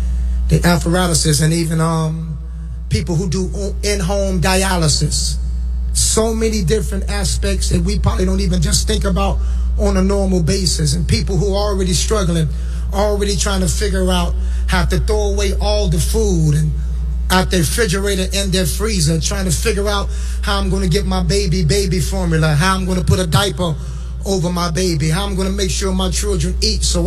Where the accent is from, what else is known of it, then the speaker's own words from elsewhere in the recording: Gary, Indiana, United States; I'm born and raised in Gary, Indiana, and the city that I love and adore.